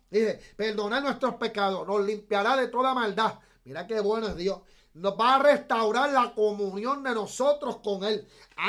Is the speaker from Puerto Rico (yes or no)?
yes; Puerto Rico; yo soy puertorriqueño